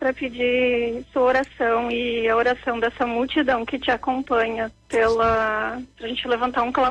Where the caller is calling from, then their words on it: Foz do Iguaçu, Paraná, Brazil; Eu falo de Foz do Iguaçu, no Paraná.